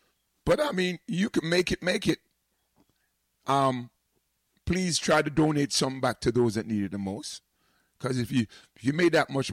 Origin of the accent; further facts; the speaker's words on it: Jamaica; as a Jamaican, you know, we work a lot of jobs